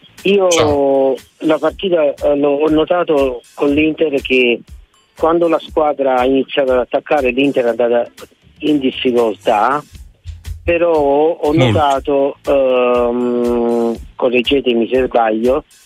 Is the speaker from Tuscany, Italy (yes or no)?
no; Naples, Campania, Italy; ma io sono napoletano e sono tifoso